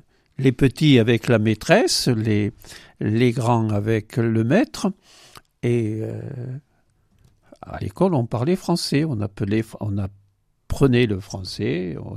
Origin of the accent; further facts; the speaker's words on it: Saint-Amand, France; Oui, je suis de Saint-Amand, et quand j'étais enfant à Saint-Amand, tout le monde, ou presque, parlait occitan.